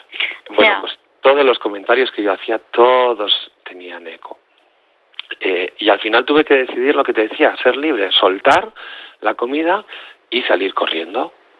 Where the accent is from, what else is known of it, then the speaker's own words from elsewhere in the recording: Basque Country, Spain; Porque yo soy del País Vasco.